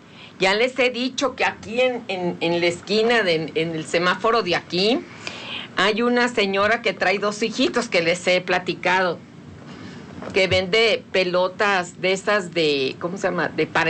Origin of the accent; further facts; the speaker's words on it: Mexico; los mexicanos aceptamos, bueno, aquí en México